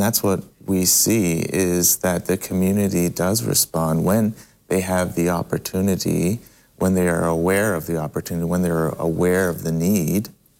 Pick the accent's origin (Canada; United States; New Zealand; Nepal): Canada; Montreal, Quebec; moved away; I grew up in Montreal, Canada.